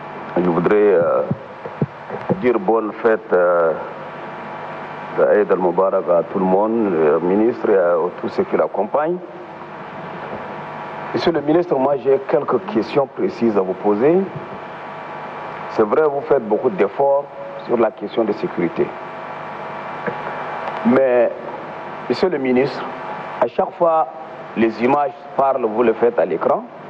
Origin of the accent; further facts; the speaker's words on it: Chad; moi je viens de la province du Mayo-Kébi, je suis arrivé à 24 heures.